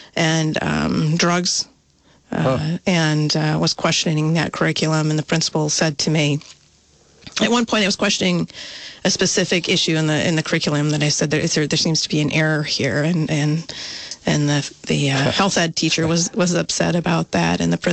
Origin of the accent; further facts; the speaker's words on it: Michigan, United States; moved away as an adult; now in Vermont, United States; I moved to Vermont in 93. I worked in the fashion and technical footwear industry. I came from Western Michigan, worked for Wolverine Worldwide